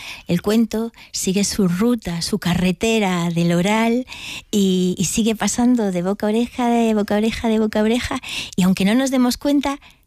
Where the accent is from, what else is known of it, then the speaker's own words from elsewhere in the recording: Galicia, Spain; Bueno, yo conozco, sí, soy gallega y conozco un poquillo la tradición oral